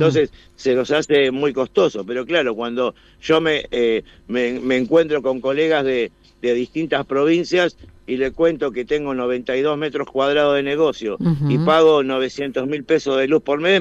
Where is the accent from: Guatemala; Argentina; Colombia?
Argentina; Morón, Buenos Aires Province; yo soy de Morón, estoy en el conurbano